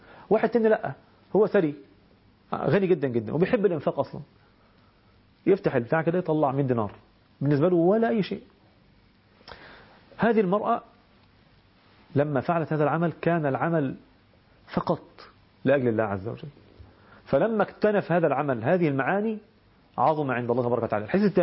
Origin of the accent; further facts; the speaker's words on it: Egypt; احنا بنسميه عندنا في مصر